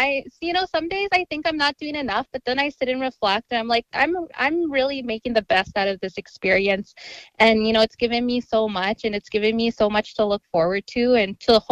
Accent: Ochapowace First Nation, Saskatchewan, Canada; growing up on Ochapaways First Nation

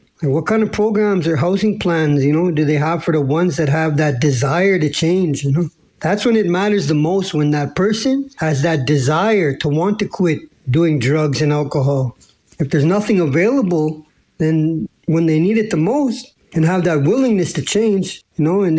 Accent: Canada

